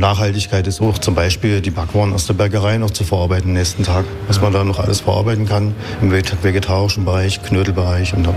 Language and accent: German; Brandenburg, Germany; also born or lived in Saxony; Nein, bin kein Finne. Ich bin Brandenburger. und Sachsen zu Hause.